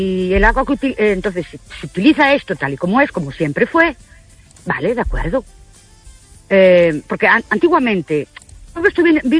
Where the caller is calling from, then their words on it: Ourense, Galicia, Spain; de Urense.